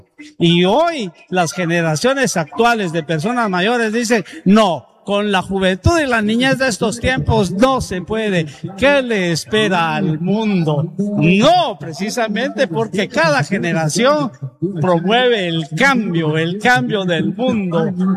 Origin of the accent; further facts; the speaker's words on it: Huehuetenango, Guatemala; en el tiempo en que yo crecí en Huehuetenango, éramos 25,000 habitantes